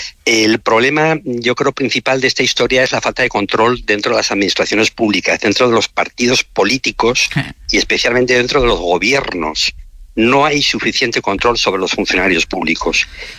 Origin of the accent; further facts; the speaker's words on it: Pamplona, Navarre, Spain; muy cerca al Colegio de Jesuitas, donde yo había estudiado, yo soy de Pamplona